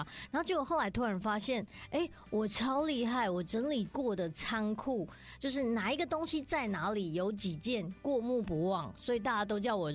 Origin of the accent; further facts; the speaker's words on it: Nantou County, Taiwan; 我觉得有很大的帮助原因是因为其实我是南投人，我平常都讲台语，然后又很豪迈，就很豪爽这样